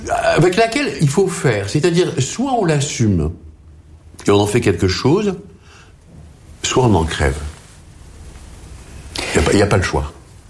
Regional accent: Algeria; born there; first language Arabic; French is a second language; quand on est arrivé en Algérie, la solitude était encore plus grande, puisque nous arrivions dans un milieu dont nous ne connaissions rien. Le français n'était pas notre langue, nous ne savions rien. L'arabe algérien n'était pas l'arabe que nous parlions

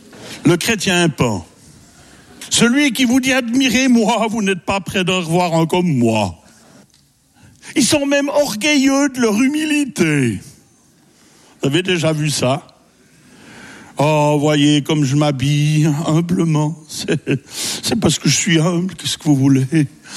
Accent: Switzerland; je suis suisse

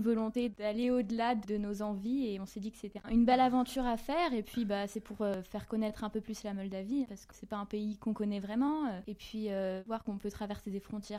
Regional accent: France; born there; Je suis née en France mais c'est vrai que la Moldavie, j'y vais tous les étés en fait depuis que je suis petite

